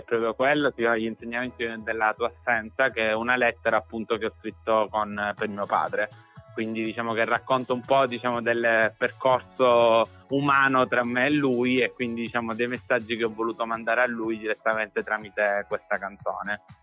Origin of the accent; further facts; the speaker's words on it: Lipari, Sicily, Italy; Sì, è un pezzo legato alla mia terra, si chiama